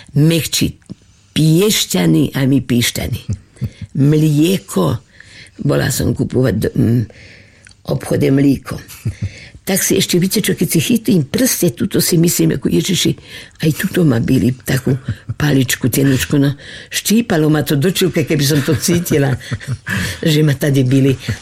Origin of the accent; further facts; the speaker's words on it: Radoština, Žilina Region, Slovakia; Ja som nebola obyčajná, naša Radoština nebola obyčajná dedina.